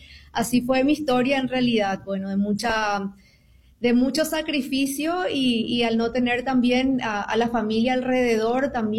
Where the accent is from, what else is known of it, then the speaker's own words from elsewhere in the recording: Paraguay; moved away as an adult; Puedo empezar yo. … soy de Paraguay y fui migrante por elección a los 25 años